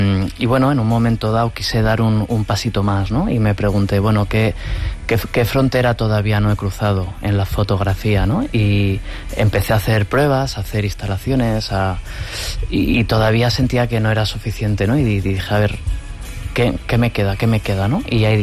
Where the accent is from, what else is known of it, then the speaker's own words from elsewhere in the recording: Tudela, Navarre, Spain; Y utiliza el skatepark de mi ciudad natal, Tudela.